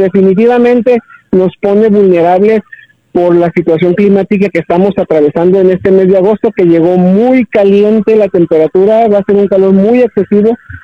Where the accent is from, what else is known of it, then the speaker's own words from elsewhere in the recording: Ciudad Juárez, Chihuahua, Mexico; nosotros como norteños, como juarenses